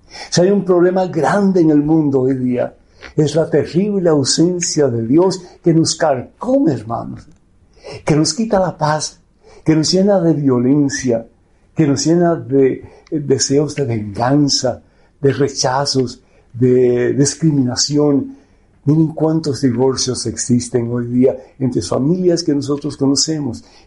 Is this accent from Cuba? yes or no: yes; Cuba; moved away; Y eso pasó en Cuba. Yo soy de Cuba.